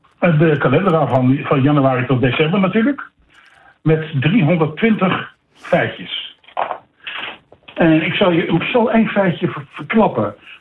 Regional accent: Vlissingen, Zeeland, Netherlands; born there; now in Westdorpe, Netherlands; ik ben geboren in Vlissingen. En dat is natuurlijk een hele maritieme stad.

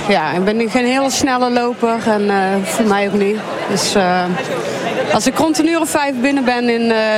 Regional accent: Oosterwijk, Netherlands; Oosterwijk.

